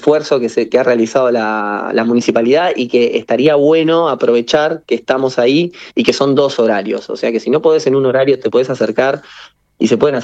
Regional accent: Rosario, Santa Fe, Argentina; somos de Rosario

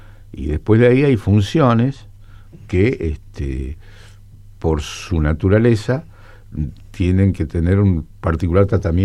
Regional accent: Argentina

